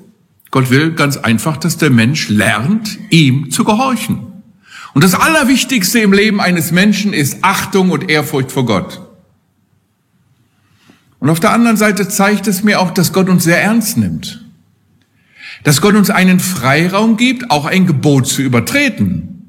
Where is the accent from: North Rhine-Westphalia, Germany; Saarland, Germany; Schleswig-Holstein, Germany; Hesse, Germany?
Hesse, Germany; Ich komme hier aus der Nähe von Haiger.